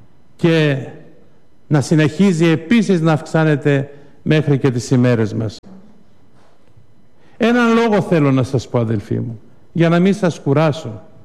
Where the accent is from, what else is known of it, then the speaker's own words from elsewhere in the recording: Greece; μια που είμαστε Έλληνες, είμαστε Ρωμνοί